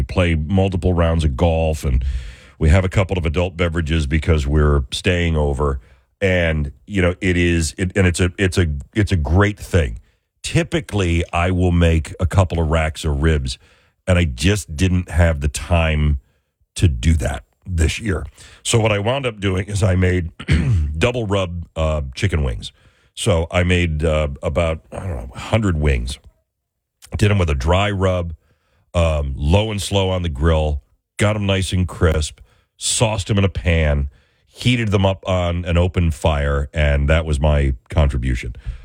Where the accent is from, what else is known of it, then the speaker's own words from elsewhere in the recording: New Jersey, United States; accent: Jersey; Met families from all over the world in 40 states. People recognized my Jersey accent right away. Everyone we talked to were nice and friendly. Makes you wonder why we're still in New Jersey.